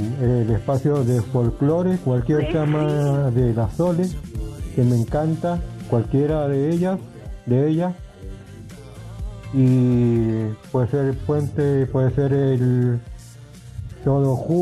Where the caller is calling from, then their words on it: Maipú, Mendoza, Argentina; Lo escucho desde Maipú, Mendoza.